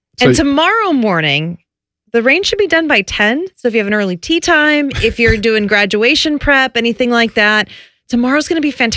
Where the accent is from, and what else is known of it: Cleveland, Ohio, United States; born or raised there